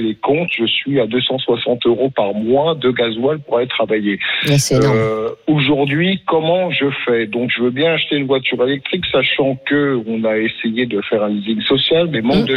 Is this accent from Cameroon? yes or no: no; France; et pourtant je suis un Français moyen parce que on a le salaire.